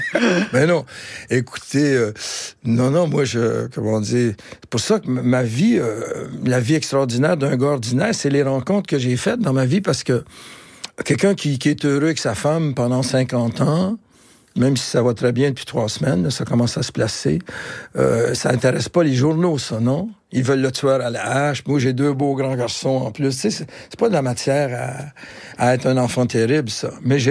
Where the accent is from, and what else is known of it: Quebec, Canada; accent: joual